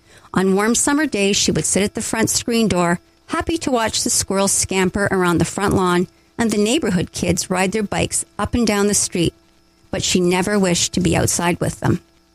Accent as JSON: {"language": "English", "area": "Norfolk County", "region": "Ontario", "country": "Canada", "also_born_or_lived": "Toronto", "lives_now": "Bobcaygeon, Canada", "said": "I grew up on a farm in Norfolk County, Ontario, and lived in the west end of Toronto most of my adult life"}